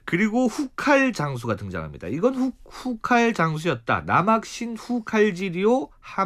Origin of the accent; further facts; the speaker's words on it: Gyeongsang, South Korea; moved away; 저희 둘다 경상도 사람.